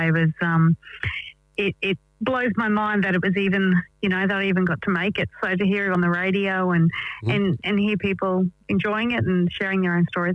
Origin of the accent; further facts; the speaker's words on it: Ipswich, Queensland, Australia; in my hometown of Ipswich here in Queensland